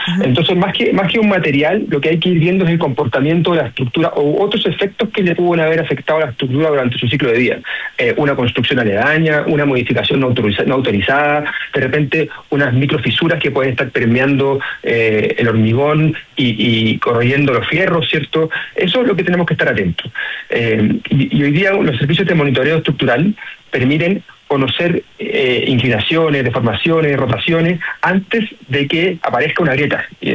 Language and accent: Spanish; Chile